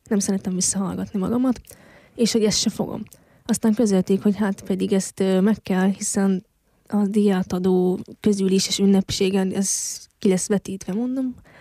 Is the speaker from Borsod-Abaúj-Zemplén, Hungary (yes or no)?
yes; Miskolc, Borsod-Abaúj-Zemplén, Hungary; hiszen Miskolc születésű vagyok, itt élek 22 éve